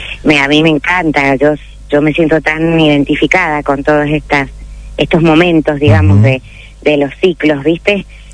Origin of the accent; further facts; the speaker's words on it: Mendoza, Argentina; born there; en la zona centro, que es de donde yo soy originaria, porque digamos de donde yo nací en realidad